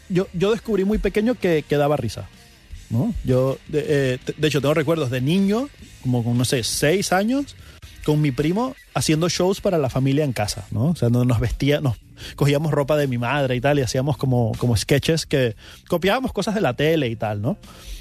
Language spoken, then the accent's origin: Spanish; Barquisimeto, Lara, Venezuela; also born or lived in Caracas; Claro, porque yo entré en un colegio en cuarto grado, porque me fui de Caracas a Barquisimeto. Llegué a un colegio donde todo el mundo ya se conocía, yo era el extraño.